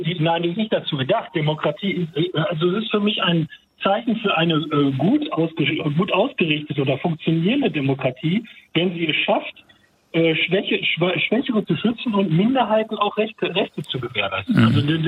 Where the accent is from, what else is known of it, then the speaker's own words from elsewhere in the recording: Gladbeck, North Rhine-Westphalia, Germany; Rats- und Kreistagsmitglied in meiner Heimatstadt Gladbeck.